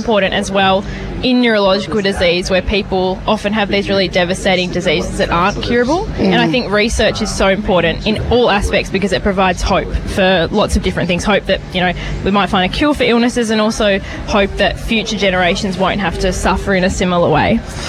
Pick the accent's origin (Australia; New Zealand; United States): Australia; Launceston, Tasmania; I'm from Launceston.